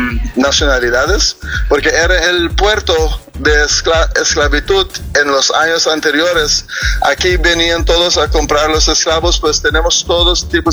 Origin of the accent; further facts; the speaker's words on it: Curaçao; Spanish is a second language; somos un país de verano todo el año, casi nunca tenemos lluvia